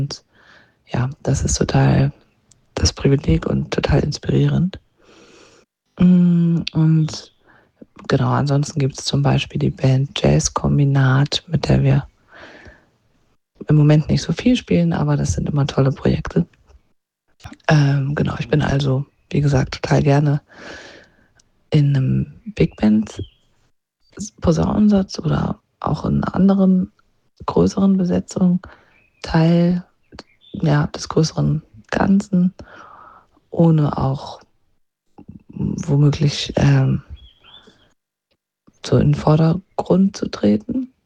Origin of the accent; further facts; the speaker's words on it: Kiel, Schleswig-Holstein, Germany; born there; also born or lived in Stockholm; now in Hamburg, Germany; Ich bin in Kiel geboren und wohne seit vielen Jahren schon in Hamburg. Hier habe ich auch studiert, habe aber auch ein Jahr meines Studiums in Schweden, in Stockholm verbracht